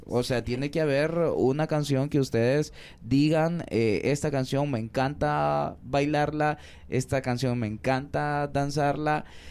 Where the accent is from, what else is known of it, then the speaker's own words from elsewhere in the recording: Honduras; Todo esto que nos representa a nosotros como hondureños.